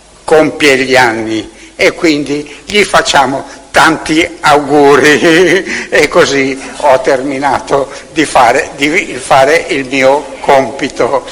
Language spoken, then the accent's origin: Italian; Milan, Lombardy, Italy; io rimango a Milano, perché forse sono un milanese un po' testardo, ecco, e quindi ho voluto rimanere qui nella mia città.